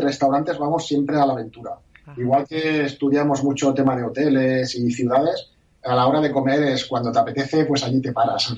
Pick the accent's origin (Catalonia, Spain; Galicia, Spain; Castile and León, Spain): Catalonia, Spain; Barcelona; la gente como yo, que somos de Barcelona